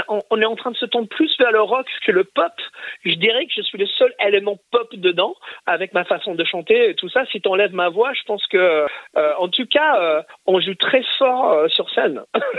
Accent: England, United Kingdom; now in France; je suis britannique en France. J'ai pas le passeport français.

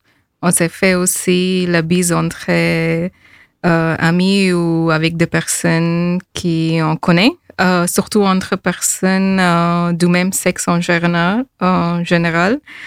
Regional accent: Afghanistan; born or raised there; French is a second language; now in France

